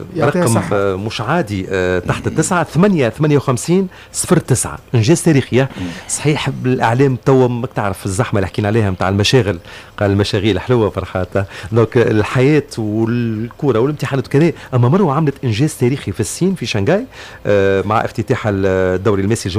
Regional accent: Tunisia; راني معناتها موظف في الاذاعه التونسيه وافتخر وراني تونسي وافتخر

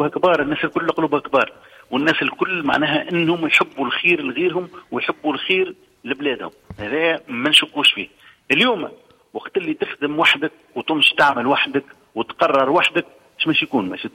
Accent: Tunisia; احنا ماذا بينا كبلادنا كتونس

